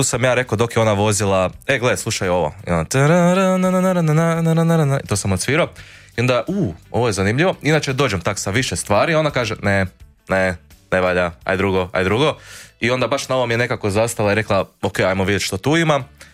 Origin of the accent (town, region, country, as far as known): Voloder, Sisak-Moslavina County, Croatia